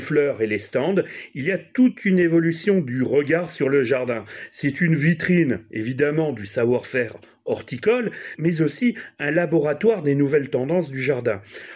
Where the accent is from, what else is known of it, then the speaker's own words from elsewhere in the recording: France; chez nous en France.